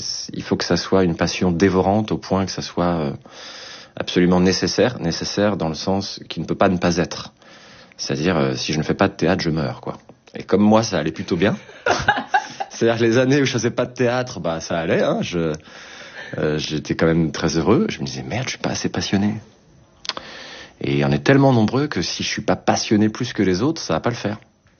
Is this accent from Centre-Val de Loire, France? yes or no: no; Poitiers, Nouvelle-Aquitaine, France; born there; now in Paris, France; Je suis né à Poitiers, j'y ai vécu 20 ans.